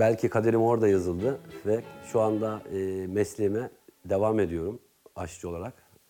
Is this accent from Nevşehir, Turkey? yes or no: no; Mengen, Bolu, Turkey; born there; 1982 Bolu Mengen doğumluyum.